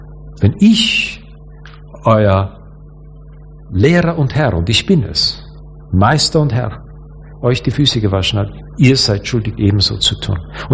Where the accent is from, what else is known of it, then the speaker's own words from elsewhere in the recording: Austria; Wie gesagt, ich komme aus Österreich. Dort führt uns die römisch-katholische Kirche das bis zur Perfektion vor.